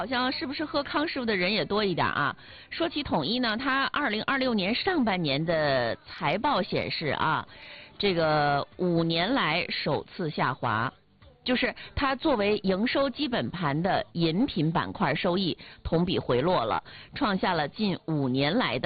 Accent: Northeast China, China; 毕竟咱们东北人还是受不了这个小凉风的啊

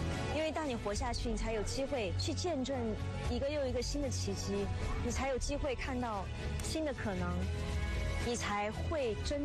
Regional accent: Hanwang, Sichuan, China; 我抱着我的第四个孩子又回到了我的家乡汉旺镇。我在这里长大，也在这里重生。

